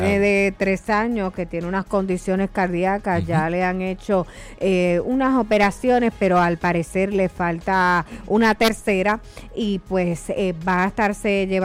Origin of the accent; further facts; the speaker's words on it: Puerto Rico; si algo nos distingue como puertorriqueños es que tenemos nuestro carácter, nuestra sazón, como le decimos aquí